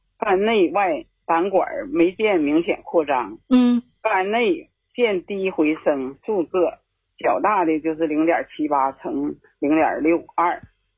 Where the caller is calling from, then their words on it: Shenyang, Liaoning, China; 我沈阳人，今年72周岁了，就一体多病啊。